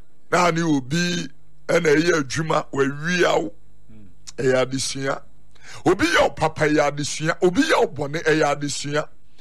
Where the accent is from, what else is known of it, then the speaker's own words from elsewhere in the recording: Accra, Greater Accra, Ghana; I was born in Accra. So I see myself more as a girl than a kwewu person.